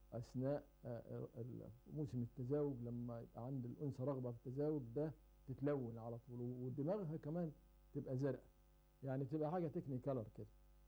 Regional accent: Egypt; عندنا في مصر

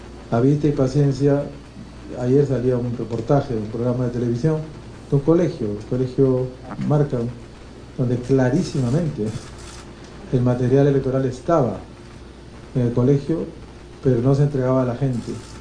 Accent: Peru; No hablo como renovación, hablo como peruano.

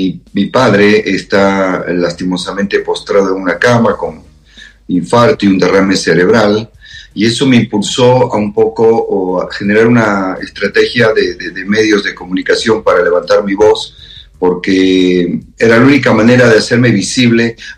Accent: Bolivia; moved away as an adult; yo pienso como vos y como muchos bolivianos

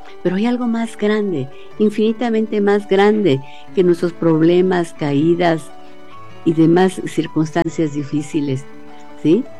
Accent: Mexico

